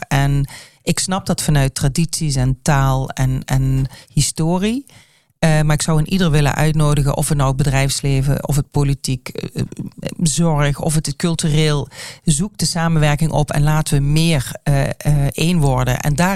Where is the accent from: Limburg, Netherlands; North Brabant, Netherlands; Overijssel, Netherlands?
Limburg, Netherlands; trots als Limburger zijn we zeker.